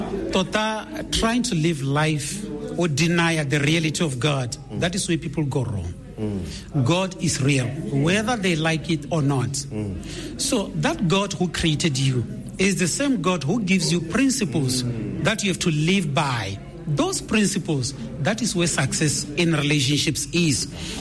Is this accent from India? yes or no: no; Nkange, Matabeleland North, Zimbabwe; I'm from Nkange. Yes.